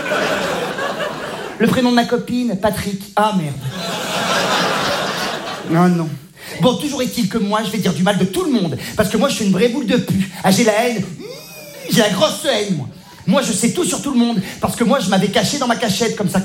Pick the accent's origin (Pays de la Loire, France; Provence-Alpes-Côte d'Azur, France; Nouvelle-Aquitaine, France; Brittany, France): Provence-Alpes-Côte d'Azur, France; Oui, je viens du sud de la France, oui. Ah, je suis provençale. Ça veut dire, on lave la culotte, on entend les cigales.